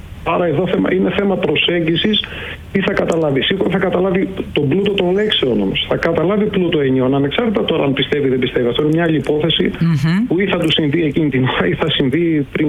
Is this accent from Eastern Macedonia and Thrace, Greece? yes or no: no; Tripoli, Peloponnese, Greece; στη Τρίπολη, που είναι η πατρίδα μου